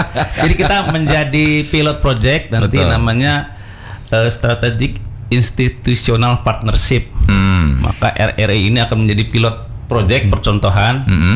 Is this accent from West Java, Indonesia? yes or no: yes; Kuningan, West Java, Indonesia; Saya juga dari Kuningan, ibu saya, bapak saya, mertua saya itu